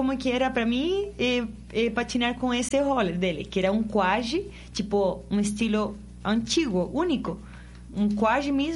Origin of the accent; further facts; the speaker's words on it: Curicó, Maule, Chile; Portuguese is a second language; Eu sou de Curicó. Sou atleta curicana. É uma região a 2 horas do Santiago, mais para o sul do Chile. É a 7ª região. Região do vinho, de agricultura, de frutas.